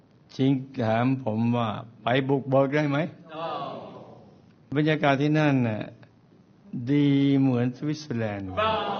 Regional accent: Southern Thailand, Thailand; moved away; ผมก็คนใต้

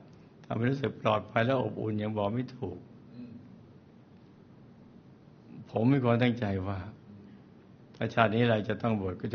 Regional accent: Bangkok, Thailand; now in Yasothon, Thailand; โยมพ่อผมเนี่ยเป็นคนจังหวัดนครปฐมแต่พาตัวผมมาเกิดที่กรุงเทพ

